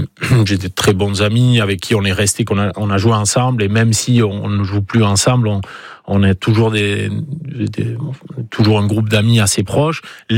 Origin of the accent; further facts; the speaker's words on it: Ondres, Nouvelle-Aquitaine, France; also born or lived in Bayonne; Moi, j'ai grandi sur Ondre, en fait, durant toute ma jeunesse. Et après, et donc, j'allais à l'école à Ondre, au collège à Saint-Martin-de-Séliens, après au lycée à Bayonne, à Cassin.